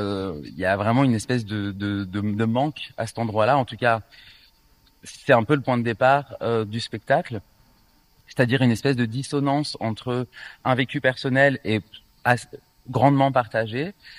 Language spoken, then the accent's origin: French; France; born or raised there; moved away as an adult; now in Brussels, Belgium